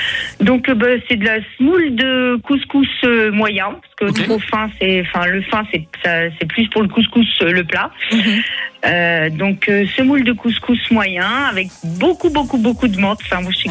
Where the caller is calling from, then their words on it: Saint-Joseph-de-Rivière, Auvergne-Rhône-Alpes, France; je suis sur Saint-Joseph-de-Rivière, donc c'est un peu plus haut.